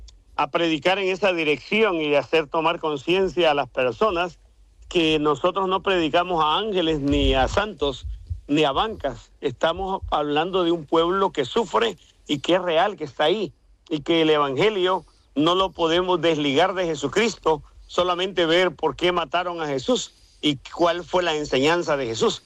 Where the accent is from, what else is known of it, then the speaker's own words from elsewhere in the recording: El Salvador; allá en mi tierra, El Salvador.